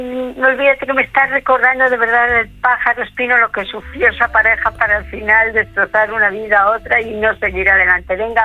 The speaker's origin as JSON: {"language": "Spanish", "town": "León", "region": "Castile and León", "country": "Spain"}